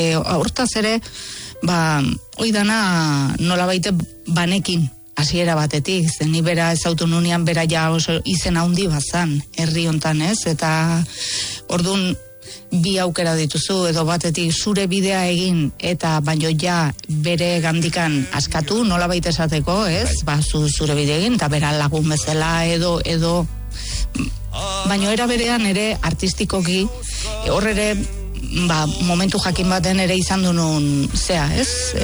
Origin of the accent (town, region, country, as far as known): Hernani, Basque Country, Spain; born there